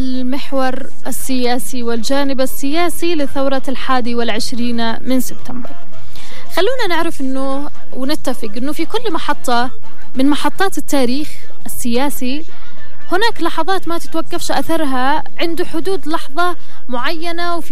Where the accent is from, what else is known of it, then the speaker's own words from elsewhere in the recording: Yemen; لنا بالنسبة كيمنيين